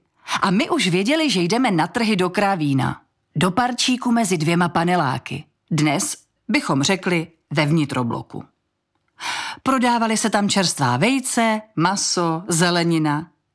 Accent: Ostrava, Moravian-Silesian Region, Czechia; když jsem byla malá, přišla mi v Porubě zdaleka nejvíc vzrušující Leninka, tedy Leninova třída.

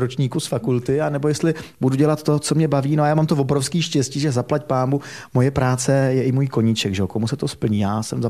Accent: Hořice, Hradec Králové Region, Czechia; moved away as an adult; No tak když jsem potom z Hořic, z Gimplu šel do Prahy na vejšku

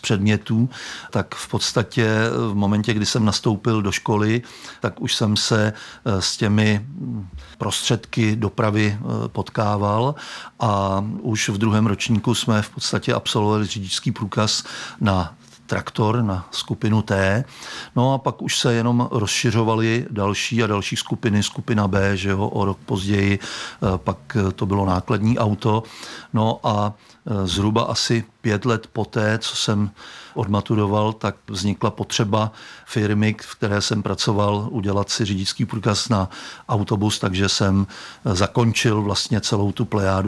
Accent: Lišov, South Bohemian Region, Czechia; also born or lived in České Budějovice; Narodil jsem se v Českých Budějovicích. Vyrůstal jsem na vesničce nedaleko od Českých Budějovic. V Českých Budějovicích jsem potom i studoval.

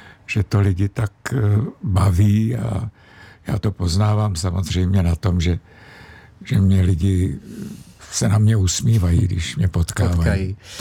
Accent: East Bohemia, Czechia; Byla to pro mě velká podsta a jsem hrdý Východočech.

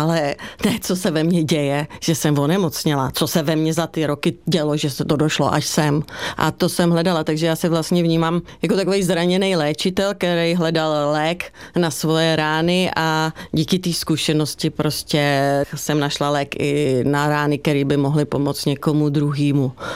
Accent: Bohemia, Czechia; born there; jsem se narodila jako v Čechách

